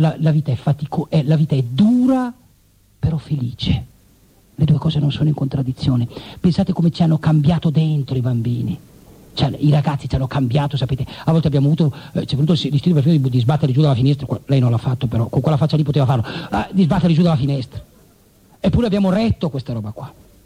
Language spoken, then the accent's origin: Italian; Milan, Lombardy, Italy; io sono milanese